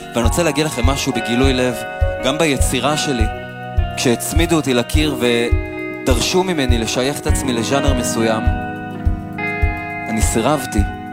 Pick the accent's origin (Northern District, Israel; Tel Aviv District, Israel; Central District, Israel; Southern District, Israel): Northern District, Israel; Afula; ילד עיראקי ופולני שגדל באפולה, האם עם אמא של הפריפריה.